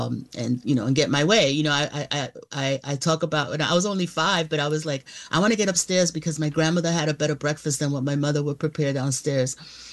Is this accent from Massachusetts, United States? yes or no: no; New York City, New York, United States; we grew up in the Bronx